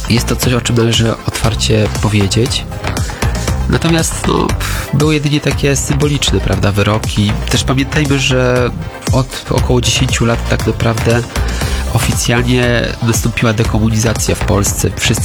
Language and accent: Polish; Rzeszów, Subcarpathian Voivodeship, Poland; Ja patrzę tak rzeszowsko-centrycznie, nazwijmy to akurat. Ja jestem z Rzeszowa